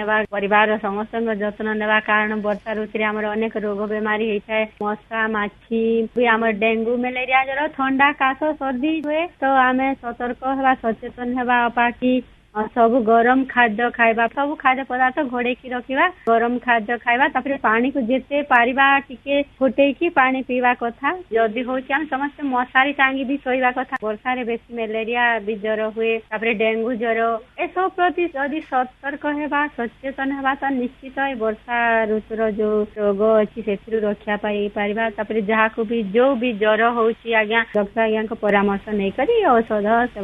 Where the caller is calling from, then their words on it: Bargarh, Odisha, India; ମୁଁ ବରଗଡ଼ରୁ